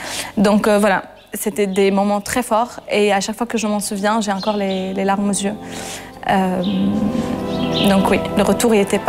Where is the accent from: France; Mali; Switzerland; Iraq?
Iraq; Mosul, Nineveh; Et puis j'ai pleuré une deuxième fois quand je suis arrivée devant chez moi, à Moussoul.